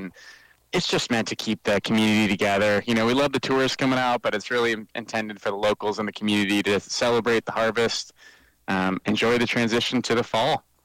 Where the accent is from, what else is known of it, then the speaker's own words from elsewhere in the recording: Sonoma County, California, United States; for me as a person growing up in Sonoma County